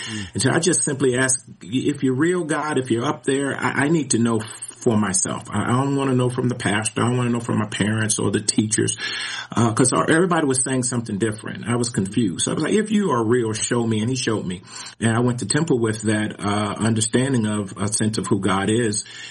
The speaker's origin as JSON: {"language": "English", "town": "Forestville", "region": "Maryland", "country": "United States", "tie": "born or raised there", "also_born_or_lived": "Illinois", "accent": "Maryland", "said": "Yeah, I grew up in Maryland, so you may hear a little bit of a Maryland kind of accent. Washington, D.C. area is where I grew up. I was born in Illinois"}